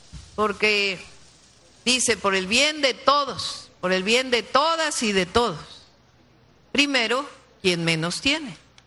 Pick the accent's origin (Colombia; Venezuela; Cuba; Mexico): Mexico